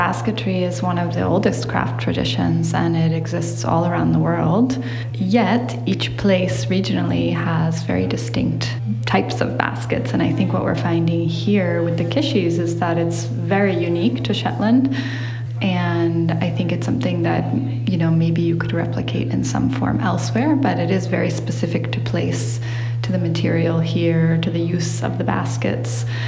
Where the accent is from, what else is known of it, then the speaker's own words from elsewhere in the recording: Mexico; I'm here from Mexico.